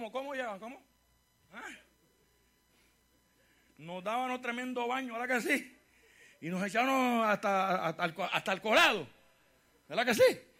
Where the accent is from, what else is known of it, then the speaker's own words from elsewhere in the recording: Puerto Rico; Yo soy puertorriqueño, sopórteme.